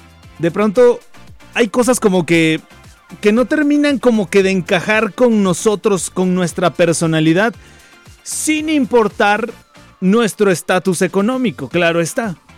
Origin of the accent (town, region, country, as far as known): Mexico